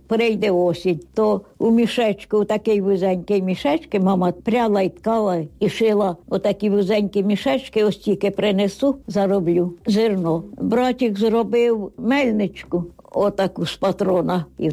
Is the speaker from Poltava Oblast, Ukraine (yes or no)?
yes; Fedunka, Poltava Oblast, Ukraine; now in Dykanka, Ukraine; Народилася в Федунці Шишацького району. Там і жила до 22 років.